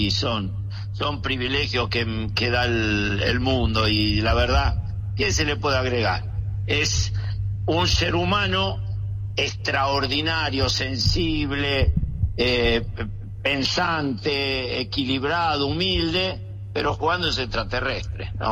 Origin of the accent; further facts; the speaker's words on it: Argentina; Y mire, más que alegría como argentino, tengo la alegría porque representa a Sudamérica.